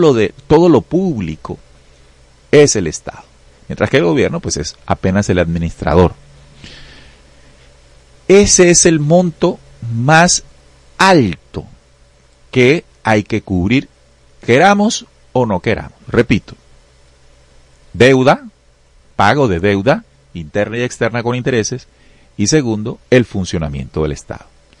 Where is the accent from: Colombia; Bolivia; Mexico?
Colombia; Hay una formulita, hay unas cifras que tenemos que entender como colombianos.